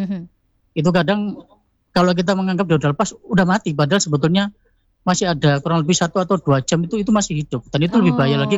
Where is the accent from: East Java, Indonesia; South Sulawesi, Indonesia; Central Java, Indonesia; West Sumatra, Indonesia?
East Java, Indonesia; accent: East Javanese; Kalau dalam bahasa kita Jawa Timuran, itu juga punya ilmu enteng-enteng loh.